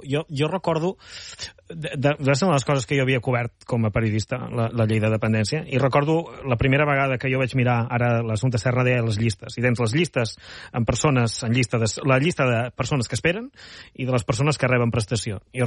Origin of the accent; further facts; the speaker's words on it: Andorra; jo sóc andorrà, però tributo aquí.